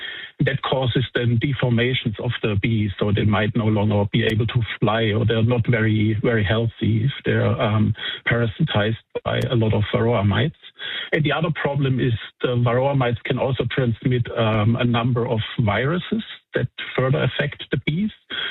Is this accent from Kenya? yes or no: no; Germany; Because I'm from Europe, from Germany originally, and I already was aware quite a while ago about the problem that varroa mites are causing to, you know, the bee industry in Europe and all around the world.